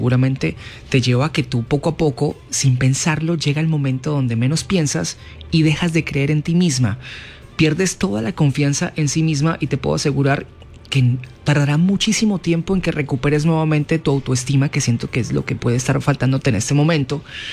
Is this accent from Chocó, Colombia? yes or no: no; Silvia, Cauca, Colombia; a raíz de la cuarentena me regresé a mi pueblo natal, Silvia